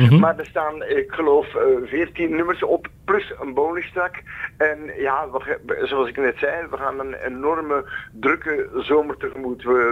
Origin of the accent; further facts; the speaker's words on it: Antwerp, Flanders, Belgium; now in Hoboken, Belgium; Ik ben opgegroeid op het Antwerpse Kiel. Ik woon nu iets verder bij Hoboken.